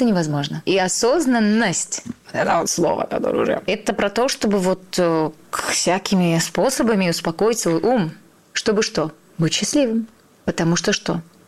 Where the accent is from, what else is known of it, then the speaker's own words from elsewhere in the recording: Caucasus, Russia; born there; я иногда даже думаю, а почему так сложилось, что я родилась в России, на Кавказе?